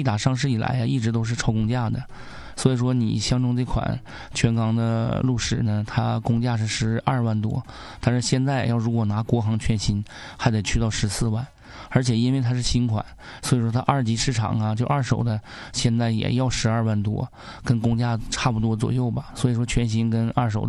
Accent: Northeast China, China; 用我们东北话说

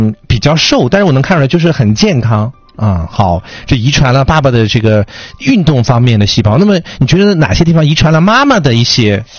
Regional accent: northern China, China; 因为咱们是北方人嘛，

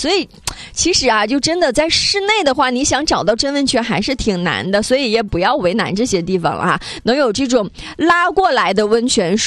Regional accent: Northeast China, China; 包括像我们东北人就经常有的那个叫什么风湿啊、类风湿啊，各种各样的关节炎啊，因为天气比较冷嘛，

